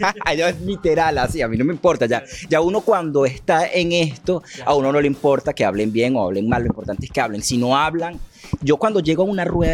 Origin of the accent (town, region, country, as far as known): Venezuela